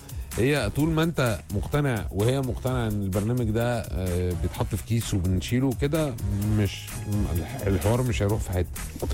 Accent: Alexandria, Alexandria Governorate, Egypt; من اسكندريه، كنت معاكم دايما على فيسبوك قبل الدراسه

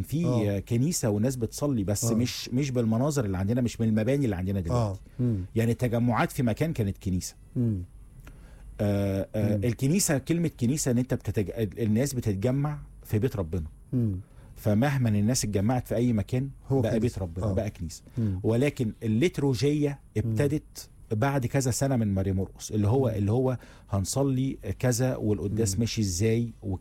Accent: Egypt

